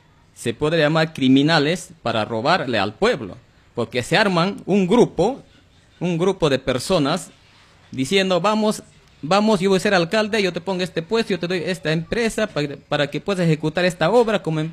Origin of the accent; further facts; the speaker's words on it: Pichanaki, Junín, Peru; mi pueblo de Pichanaki.